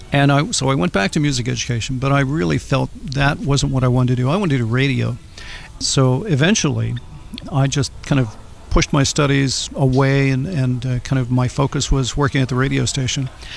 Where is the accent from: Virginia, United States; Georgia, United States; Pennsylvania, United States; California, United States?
Pennsylvania, United States; Butler; now in New York City, United States; born and raised in Butler, Pennsylvania. So I'm a proud Western Pennsylvania project here. And I now live in New York City